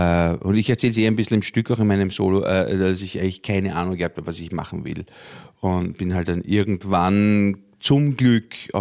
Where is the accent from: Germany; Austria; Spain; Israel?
Austria; Vienna; Ich komme aus Favoriten, bin im 10. Bezirk aufgewachsen. Und eigentlich nie so wirklich weggegangen. Also ich wohne jetzt im fünften Bezirk, also es ist nicht so weit.